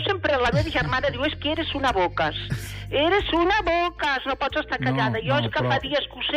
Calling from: Premià, Catalonia, Spain; tal com jo, moltes persones de Premià

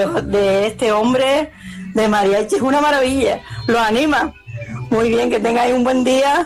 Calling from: Telde, Canary Islands, Spain; desde Telde Digna.

